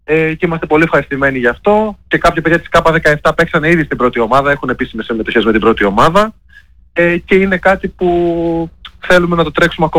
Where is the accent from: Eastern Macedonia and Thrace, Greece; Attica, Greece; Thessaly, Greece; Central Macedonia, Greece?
Eastern Macedonia and Thrace, Greece; Kavala; moved away; κατάγομαι από την Καβάλα και ήμουνα στη φάση του να μείνω να φύγω από την Καβάλα.